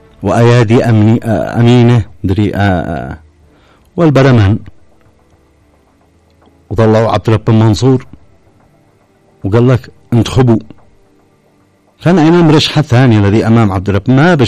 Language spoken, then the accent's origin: Arabic; Yemen